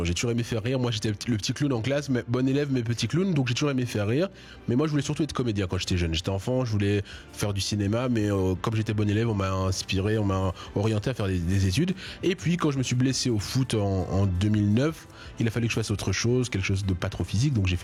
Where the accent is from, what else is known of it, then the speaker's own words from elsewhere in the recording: Belgium; Quand on est belge, on aime bien un peu la belgitude